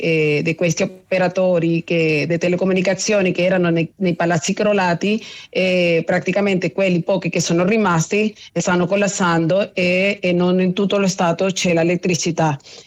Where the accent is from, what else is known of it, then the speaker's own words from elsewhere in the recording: Venezuela; Beh, io ovviamente non posso non emozionarmi di quello che accade nel mio paese, purtroppo.